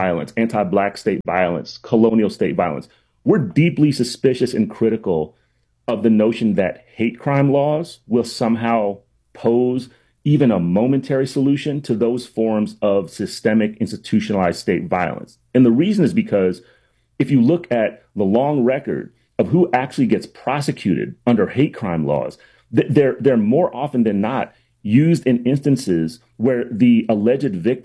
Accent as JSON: {"language": "English", "town": "Alexandria", "region": "Virginia", "country": "United States", "tie": "born or raised there", "said": "By the way, I grew up in Alexandria, Virginia, right, where white people are proudly Democrat."}